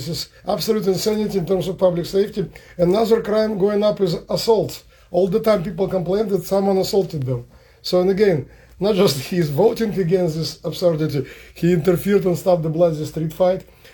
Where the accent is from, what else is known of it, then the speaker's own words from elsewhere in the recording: Minsk, Belarus; now in United States; I came from Minsk, Belarus in 1993.